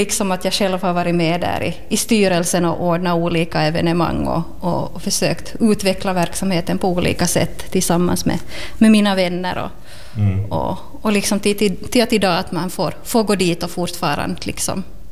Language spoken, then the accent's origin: Swedish; Lappfjärd, Ostrobothnia, Finland; also born or lived in Vaasa; now in Kristinestad, Finland; från Lappfjärd, jag är stolt Lappfjärdsbo från rötterna, från början. Så född och uppvuxen i Lappfjärd och har bodde här tills jag var 18 ungefär. Och sen flyttade jag till Vasa och bodde där ungefär lika länge, 18 år.